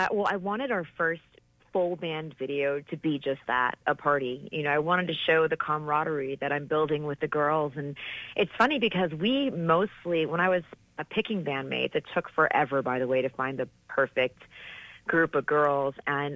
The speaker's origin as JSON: {"language": "English", "region": "Michigan", "country": "United States", "tie": "born or raised there", "moved": "yes", "said": "when I was a teenager growing up in Michigan"}